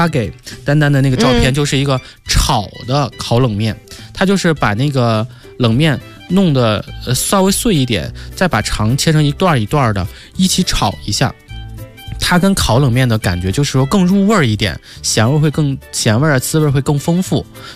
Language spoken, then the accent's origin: Chinese; Huludao, Liaoning, China; moved away; 我们老家的，我竟然把我们老家最有名的东西给忘了。这个不是葫芦岛